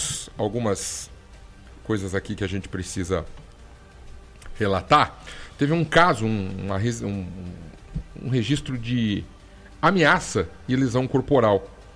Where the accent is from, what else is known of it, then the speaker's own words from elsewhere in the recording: Brazil; Eu cresci lá na Vila Independência